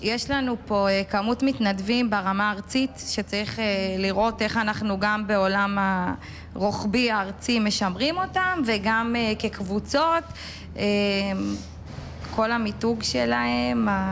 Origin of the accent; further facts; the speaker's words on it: Sha'al, Northern District, Israel; אני ממושב שעל בצפון רמת הגולן, בת של חקלאי גם, וחקלאית בעצמי, משק חקלאי.